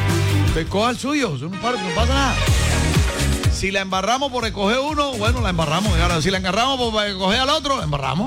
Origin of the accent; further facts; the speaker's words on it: Colombia; Como colombiano que soy, quiero y adoro mi país. Me encanta mi Colombia.